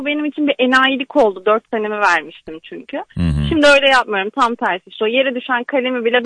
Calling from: Istanbul, Turkey; İstanbul'dan arıyorum, trafikten.

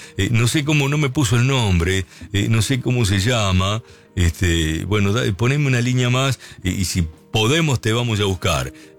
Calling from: Florencio Varela, Buenos Aires Province, Argentina; Buenos días, Oscar … de Florencio Varela.

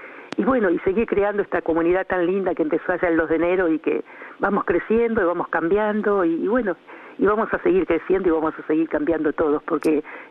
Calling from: Chascomús, Buenos Aires Province, Argentina

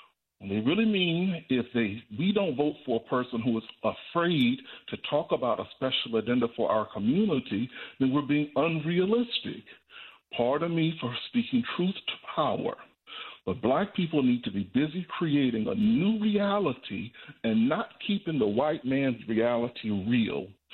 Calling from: Georgia, United States; I'm calling from Georgia

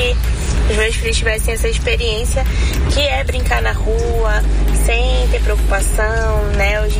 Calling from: Manaus, Amazonas, Brazil; sou de Manaus

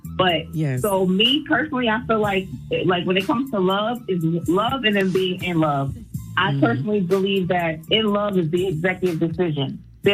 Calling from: Connecticut, United States; from Connecticut.

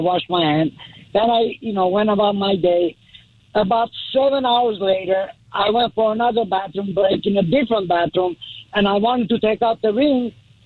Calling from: Los Angeles, California, United States; Los Angeles.

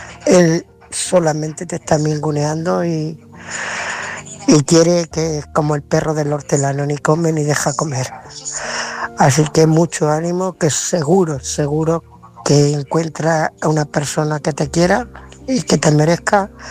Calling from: Ciudad Real, Castilla-La Mancha, Spain; de Ciudad Real.

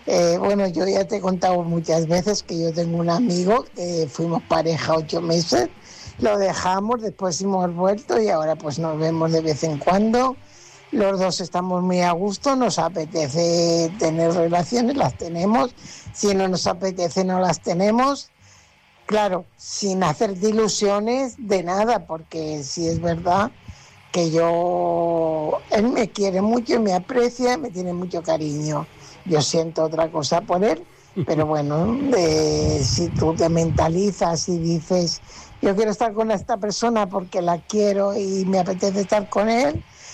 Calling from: Fuenlabrada, Community of Madrid, Spain

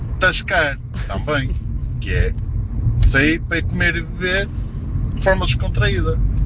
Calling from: Amares, Norte, Portugal; eu sou de Braga, Amares

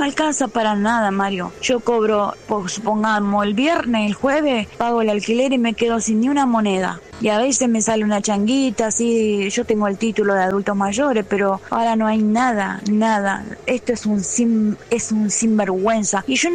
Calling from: Argentina; de San Cristóbal.

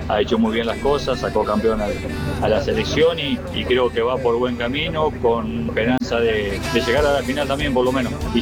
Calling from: Arribeños, Buenos Aires, Argentina; de Arribeño.

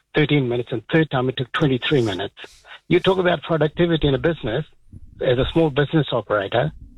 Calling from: New Zealand; as I as a Kiwi

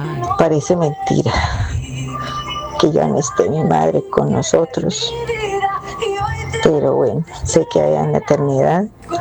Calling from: Cali, Valle del Cauca, Colombia

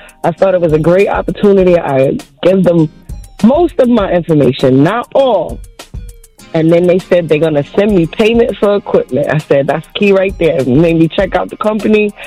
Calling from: New York City, New York, United States; I'm calling from Brooklyn.

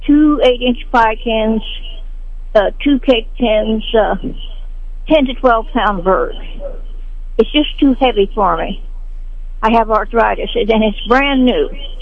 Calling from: Sedalia, Missouri, United States; Well, good morning. I'm calling from Sedalia

